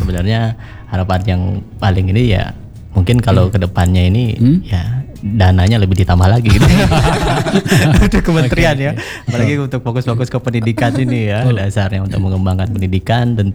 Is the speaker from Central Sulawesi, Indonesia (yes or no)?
yes; Central Sulawesi, Indonesia; born there; kami lahir di Sulawesi Tengah ya, kami adalah anak lahir dari Sulawesi Tengah